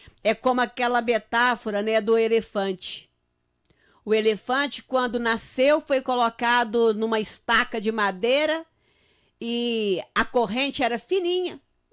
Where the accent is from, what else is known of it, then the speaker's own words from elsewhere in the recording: Uberaba, Minas Gerais, Brazil; Como diz lá no Uberaba, na minha terra.